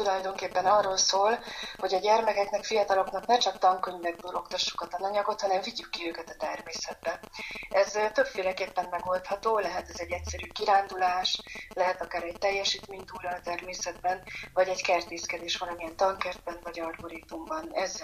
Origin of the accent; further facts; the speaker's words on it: Budapest, Hungary; Egy budapesti 4. emeleti lakásban nőttem fel